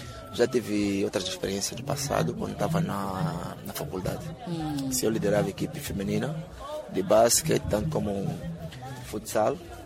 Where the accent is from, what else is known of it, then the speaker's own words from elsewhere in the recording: Mozambique; nós como moçambicanos